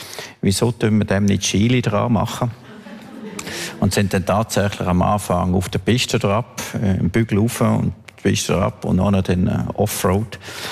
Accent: Grisons, Switzerland; bin ich ins Bündnerland und habe ihnen gezeigt, zum Anlass vom 40. Todestag von meinem Vater, wo ich aufgewachsen bin.

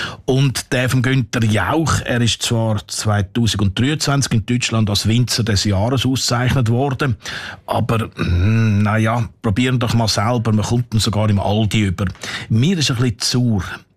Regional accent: Switzerland; Bei uns in der Schweiz berechnet man für einen Anlass, der etwa 6 Stunden dauert, pro Person 1,5 bis 2 Deziliter Wein.

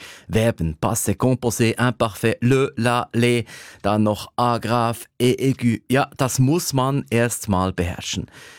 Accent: Fribourg, Switzerland; Da wird es mir ganz warm ums Herz und im Körper als Freiburger natürlich.

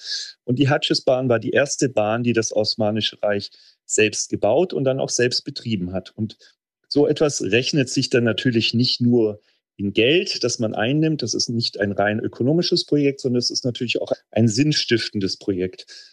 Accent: Germany; ich als Deutscher sehe seit Jahren, wie schwierig es ist, in Deutschland eine Bahnstrecke zu bauen

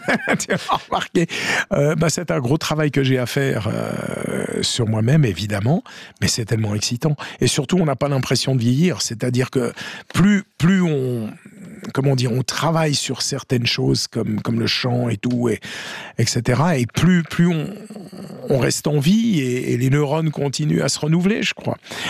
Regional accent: Geneva, Switzerland; born there; ce qui n'est pas mon cas, même si je suis né aux Rangettes.

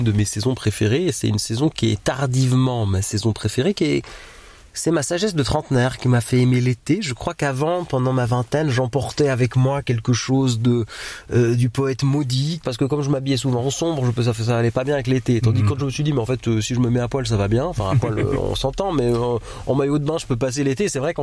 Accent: Vevey, Vaud, Switzerland; Moi, je suis un Veuvezan de cœur, d'âme et d'esprit

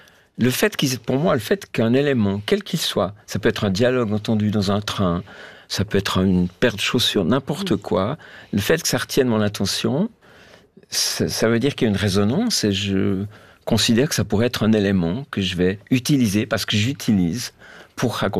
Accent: Switzerland; Je suis suisse, hein, mes débordements

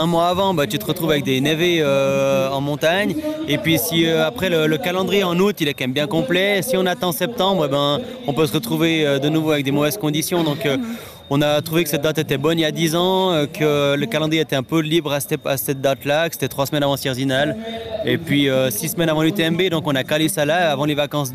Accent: Charmey, Fribourg, Switzerland; je viens de Charmaisan

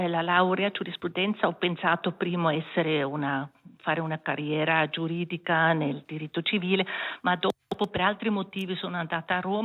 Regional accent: German-speaking Switzerland, Switzerland; Italian is a second language; sono svizzera tedesca

